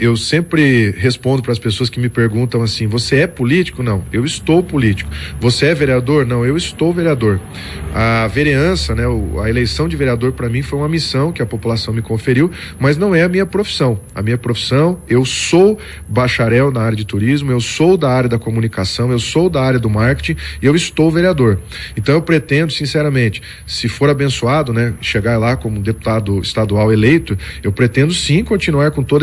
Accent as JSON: {"language": "Portuguese", "region": "Paraná", "country": "Brazil", "said": "Eu sou da região de Campo Mourão"}